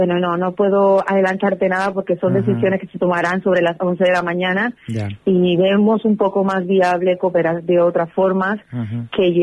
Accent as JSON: {"language": "Spanish", "town": "Cartagena", "region": "Bolívar", "country": "Colombia", "moved": "yes", "said": "Yo soy de Cartagena de Indias"}